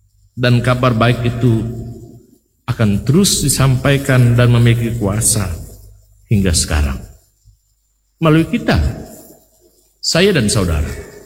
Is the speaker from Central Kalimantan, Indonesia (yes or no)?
yes; Central Kalimantan, Indonesia; kita ini orang-orang Dayak yang terbelakang, kalah dibandingkan suku-suku pedagang.